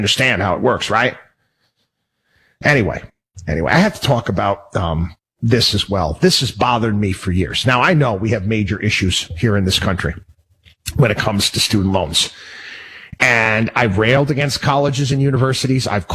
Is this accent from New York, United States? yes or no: yes; Albany, New York, United States; I grew up in Albany, New York. I couldn't wait to get the blank out of there, for crying out loud.